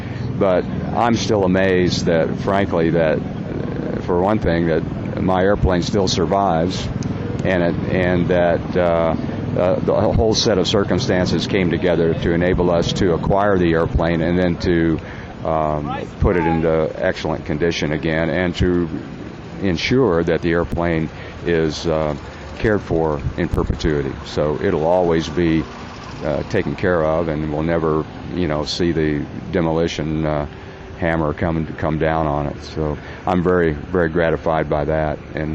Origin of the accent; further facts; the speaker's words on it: Bowling Green, Kentucky, United States; Bowling Green, Kentucky, my hometown